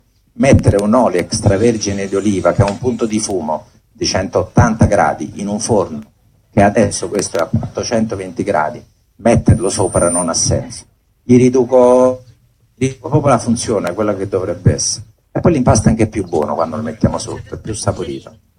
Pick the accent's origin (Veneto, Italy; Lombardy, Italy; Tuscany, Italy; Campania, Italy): Campania, Italy; Naples; io non sono italiano, io sono napoletano, lo dico sempre